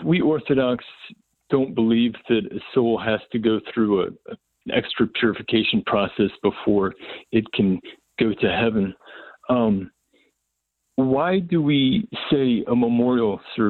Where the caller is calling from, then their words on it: Kansas City, United States; I'm calling from Kansas City.